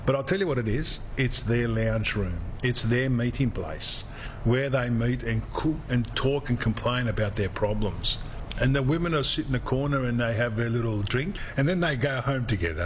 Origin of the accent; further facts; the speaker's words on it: Bondi, New South Wales, Australia; So I grew up in Bondi, and above the fruit shop is where we lived.